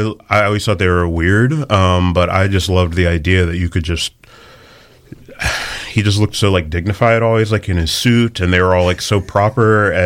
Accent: the Carolinas, United States; I'm black. My wife's white. We're both from the Carolinas.

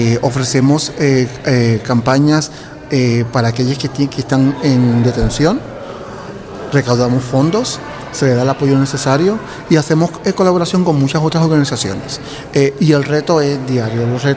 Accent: Puerto Rico; now in Lancaster, United States; Originalmente soy de Puerto Rico, pero vivo actualmente en Lancaster, Pensilvania

